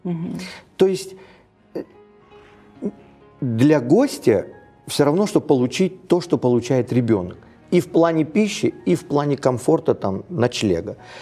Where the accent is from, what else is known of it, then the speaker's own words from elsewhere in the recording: Samarkand, Samarqand Region, Uzbekistan; Вы правильно назвали, что я иранец, да. Я родился в Узбекистане, в городе Самарканде.